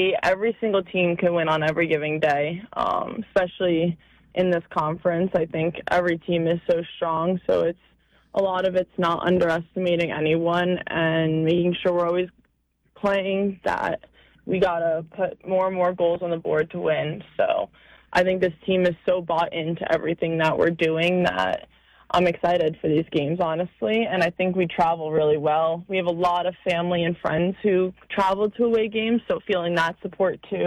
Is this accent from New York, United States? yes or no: yes; New York, United States; growing up on Long Island, Stoya and our old coach Marissa, both from Long Island